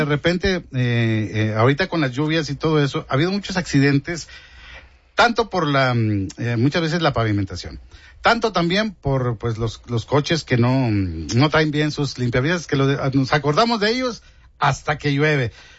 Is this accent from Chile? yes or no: no; Nuevo León, Mexico